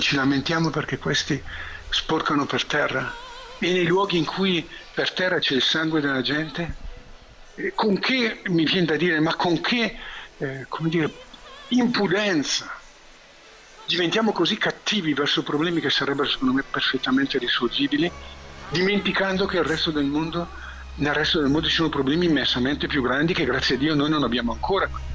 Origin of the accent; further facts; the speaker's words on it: Milan, Lombardy, Italy; da milanese che qui a Milano